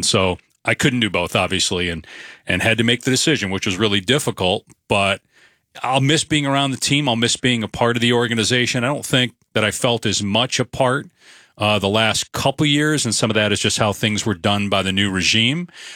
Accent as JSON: {"language": "English", "town": "Madison", "region": "Wisconsin", "country": "United States", "tie": "born or raised there", "also_born_or_lived": "Syracuse", "moved": "yes", "said": "I grew up in Madison, Wisconsin."}